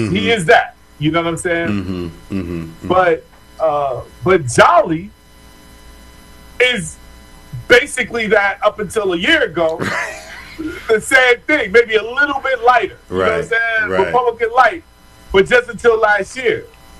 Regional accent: New Jersey, United States; We are from New Jersey.

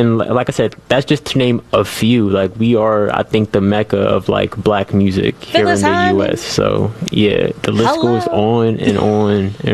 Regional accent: Philadelphia, Pennsylvania, United States

